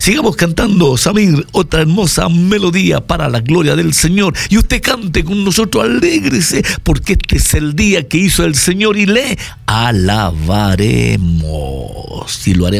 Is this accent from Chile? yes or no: yes; Chile